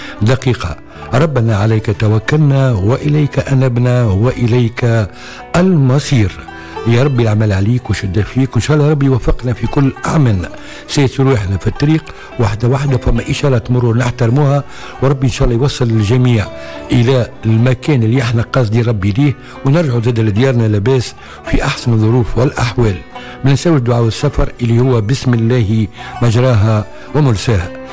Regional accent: Tunisia

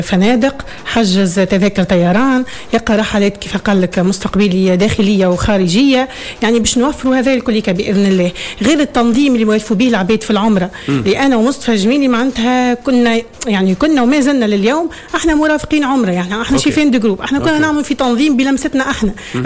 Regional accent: Bizerte, Bizerte Governorate, Tunisia; أنا بنت البلد الأمين. اليوم معناتها شرف لي أني أنا يعني أصبحت يعني مشرفة ومسؤولة ومنظمة لأي حاجة تخص البلد الأمين ببنزرت.

